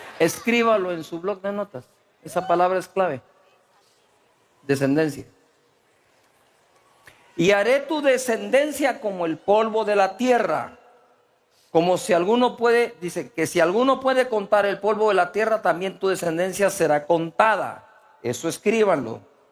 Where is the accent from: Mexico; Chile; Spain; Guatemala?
Guatemala; El que quieren que haga, si soy chapín también, ni modo que voy a dejar de ser chapín aquí.